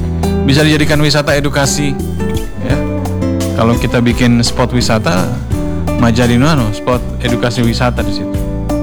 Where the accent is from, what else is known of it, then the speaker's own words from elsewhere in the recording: Palu, Central Sulawesi, Indonesia; kita sebagai warga Kota Palu dan sekitarnya